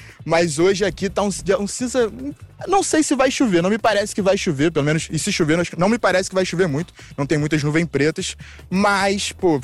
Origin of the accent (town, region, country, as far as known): Rio de Janeiro, Brazil; also born or lived in São Paulo